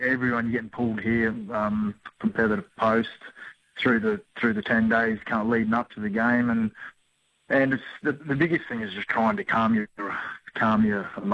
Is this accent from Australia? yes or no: yes; Herbert, Queensland, Australia; Like I come from Herbert, and it's a small community, and we'd have 20 or 30 people at our place every year.